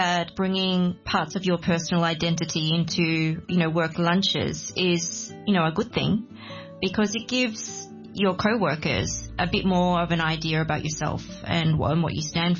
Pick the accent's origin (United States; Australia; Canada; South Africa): Australia; moved away as an adult; now in Hong Kong; Being born and raised in Australia and working in that kind of environment where having an opinion was actually valued and openly welcomed. And since then, moving to Hong Kong